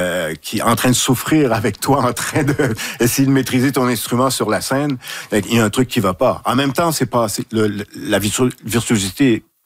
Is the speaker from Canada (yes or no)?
yes; Saguenay, Quebec, Canada; Je viens de Saguenay. J'ai été éduqué, élevé à côté de l'usine d'Alcan. Tous mes copains, mes copines, c'était des fils d'ouvriers, filles d'ouvrières.